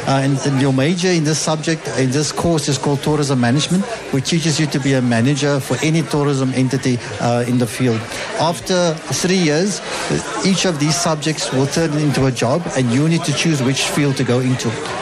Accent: Cape Town, Western Cape, South Africa; So I am from Cape Town, alhamdulillah, and I've been a student at university, CPUT, Cape Peninsula University

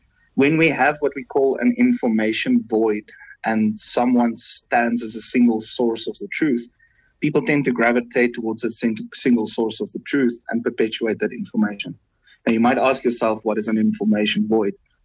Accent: South Africa; As a South African

